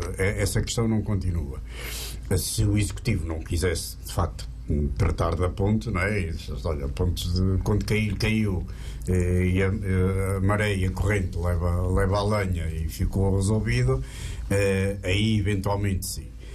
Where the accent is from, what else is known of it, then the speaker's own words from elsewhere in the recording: Aveiro, Centro, Portugal; Eu que sou aveirense